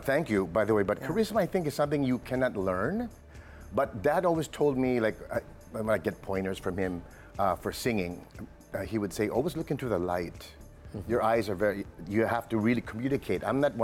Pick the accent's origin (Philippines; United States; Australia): Philippines; Always a Filipino, because even as I grew up, my mom and dad raised me as a Filipino.